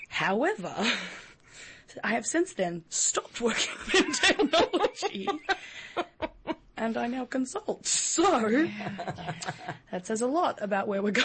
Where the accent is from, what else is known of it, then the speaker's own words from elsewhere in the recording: Australia; now in United States; I don't know if you've pegged the accent, but not from here.